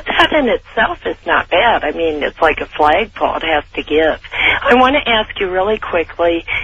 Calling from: California, United States; I'm calling from California, Sonoma County.

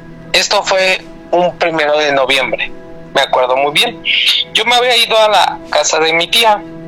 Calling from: Ecatepec, State of Mexico, Mexico; Ecatepec.

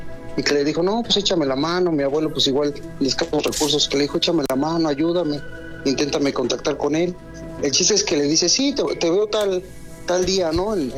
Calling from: Mexico City, Mexico; De aquí, de la Ciudad de México.

